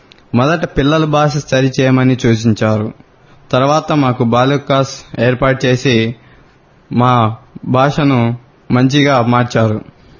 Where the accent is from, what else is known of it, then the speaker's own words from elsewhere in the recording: Siddharamapuram, Andhra Pradesh, India; also born or lived in Puttaparthi / Chittoor; now in Tirupati, India; మాది పుట్టపర్తి పక్క సిద్ధరాంపురం అను చిన్న గ్రామం.